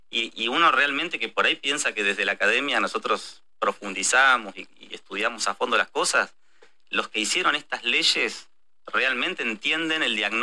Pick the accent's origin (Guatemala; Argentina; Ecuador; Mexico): Argentina; Hurlingham, Buenos Aires Province; Hurlingham, iba al colegio en Ramos Mejía, al colegio Ward, por ahí